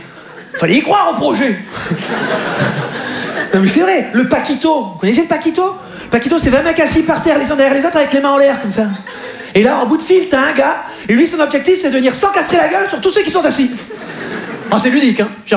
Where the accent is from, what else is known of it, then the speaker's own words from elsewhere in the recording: South-West France, France; Moi, je viens du sud-ouest de la France, d'accord?